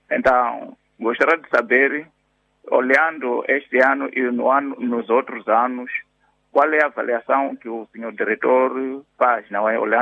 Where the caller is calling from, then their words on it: Vilanculos, Inhambane, Mozambique; falo de Flancula.